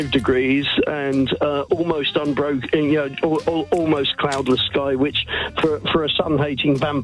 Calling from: Portchester, South East England, United Kingdom; From sunny Porchester on the south coast.

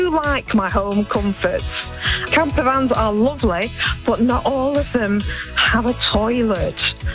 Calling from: Bury, North West England, United Kingdom; We're coming from York and we're going home to Bury in Lancashire

